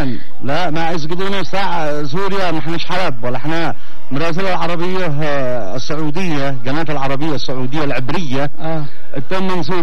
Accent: Yemen; في اليمن في بلادنا

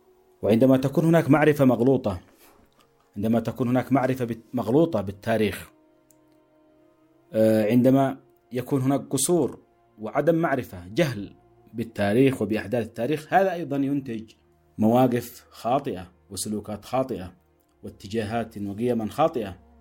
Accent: Yemen; ما هي أوجه الشبه التي نراها بين ثورتنا نحن اليوم كيمنيين في مواجهة الطغاة

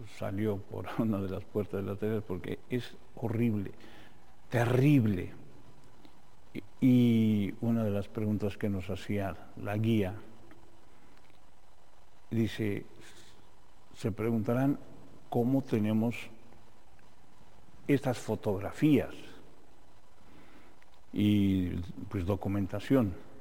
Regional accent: Mexico; Nosotros, fíjense, somos mexicanos

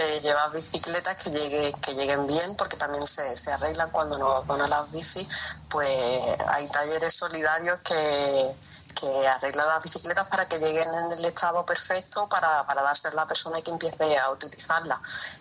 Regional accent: Málaga, Andalusia, Spain; now in Asturias, Spain; Yo soy malagueña, sí, sí, como se puede ver por el acento, ¿no? Lo que pasa es que llevo un tiempo viviendo aquí en Asturias

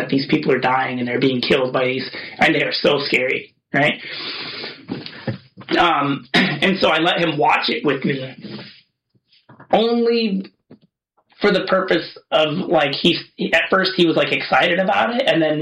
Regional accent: United States; being an American

